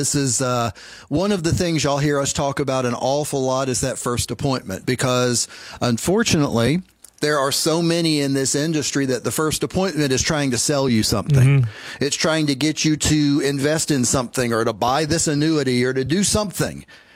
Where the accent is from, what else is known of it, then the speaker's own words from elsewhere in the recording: Tennessee, United States; in my home state of Tennessee